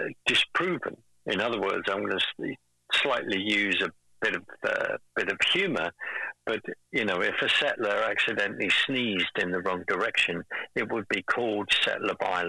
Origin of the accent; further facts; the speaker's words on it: United Kingdom; And the other thing is that we, as the British, I didn't realise this, have been participating in that training.